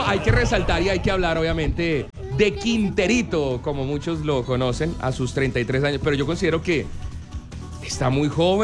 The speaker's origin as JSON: {"language": "Spanish", "country": "Colombia", "said": "nosotros como colombianos"}